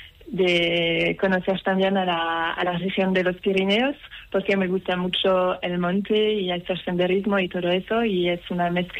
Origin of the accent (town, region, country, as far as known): Netherlands; Spanish is a second language